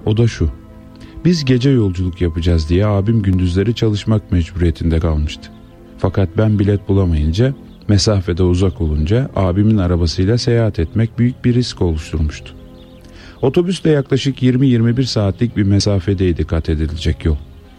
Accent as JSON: {"language": "Turkish", "town": "Urfa", "region": "Şanlıurfa", "country": "Turkey", "tie": "born or raised there", "lives_now": "Istanbul, Turkey", "said": "Aradan birkaç sene geçmişti ki beni memleketimden bir kızla nişanlandırdılar. 1987 yılında askerliğimi bitirip tekrar İstanbul'a dönmüştüm. Kurban Bayramı yaklaşırken Urfa'ya gitme hazırlıklarına başladık."}